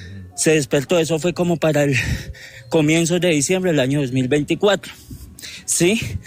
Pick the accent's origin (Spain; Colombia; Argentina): Colombia; Espinal, Tolima; yo me crié en el Espinal Tolima